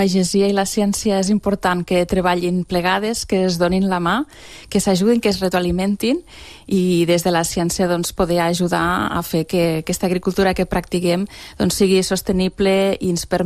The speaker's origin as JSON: {"language": "Catalan", "town": "Lleida", "region": "Catalonia", "country": "Spain", "said": "soc de Lleida, des de Lleida, des de la terra ferma."}